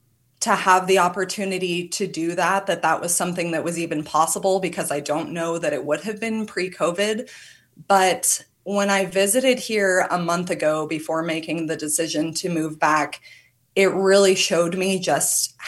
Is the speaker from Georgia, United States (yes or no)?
no; Yreka, California, United States; 3 hours from Medford, 3 hours from Ashland, 3 hours from my hometown of Wairika.